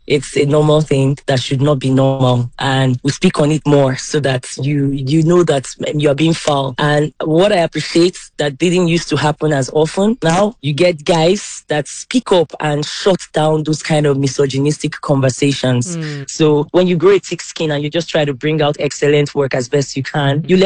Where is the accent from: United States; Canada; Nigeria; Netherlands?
Nigeria; southern Nigeria; I'm from the South.